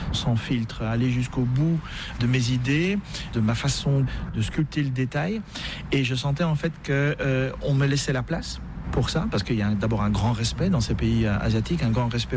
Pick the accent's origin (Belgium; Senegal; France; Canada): Belgium; Wallonia; D'autant plus la belgitude, la Belgique, d'abord, étant donné que je suis belge...